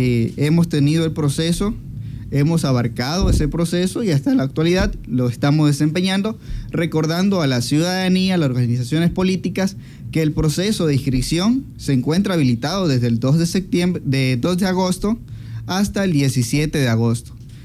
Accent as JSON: {"language": "Spanish", "country": "Ecuador"}